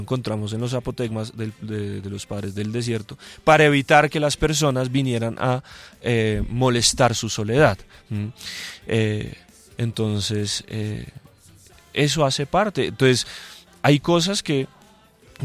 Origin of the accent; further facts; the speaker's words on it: Colombia; Como buenos colombianos nos gusta ducharnos